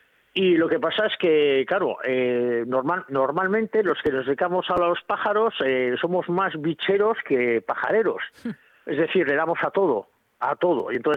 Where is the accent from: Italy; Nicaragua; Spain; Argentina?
Spain; Bilbao, Basque Country; que lo cogí porque yo soy muy muy de Bilbao, y entonces de ahí me fui a trabajar a un pesquero 4 años